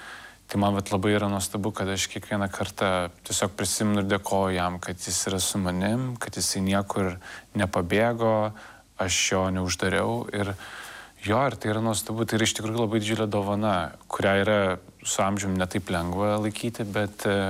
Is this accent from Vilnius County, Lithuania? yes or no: yes; Vilnius, Vilnius County, Lithuania; born there; also born or lived in United States; aš gimiau Lietuvoje, kad aš gimiau Pašilaičių rajone.